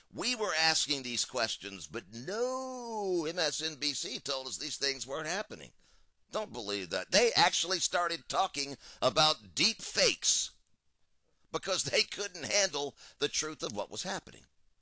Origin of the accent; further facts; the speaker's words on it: Atlanta, Georgia, United States; I grew up in Buckhead, Austin. I was a spoiled brat growing up.